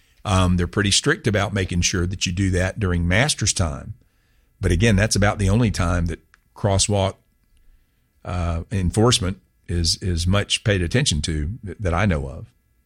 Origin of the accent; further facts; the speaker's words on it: Augusta, Georgia, United States; I grew up in National Hills. Washington Road was right there.